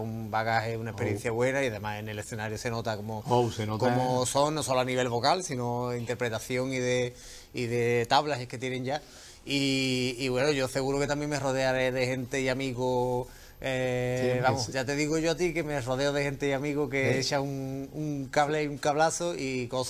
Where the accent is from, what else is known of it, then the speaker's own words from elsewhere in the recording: Cádiz, Andalusia, Spain; born there; Yo nací en Cádiz, mira la cara que tengo.